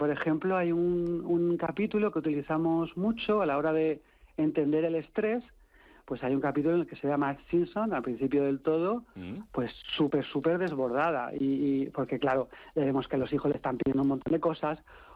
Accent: Orihuela, Valencian Community, Spain; desde que mi padre me llevaba... a los distintos videoclubs de la zona de la Vega Baja, porque yo nací en Orihuela.

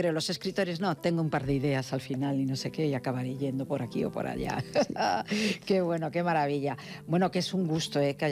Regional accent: Galicia, Spain; moved away; Yo, cuando me voy a mi tierra, Galicia, me sigo reencontrando con mis colegas del cole y del instituto.

